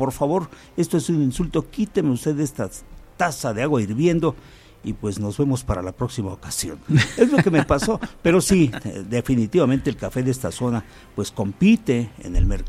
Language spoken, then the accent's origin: Spanish; Mexico; Qué orgullosos nos sentimos de decir soy mexicano.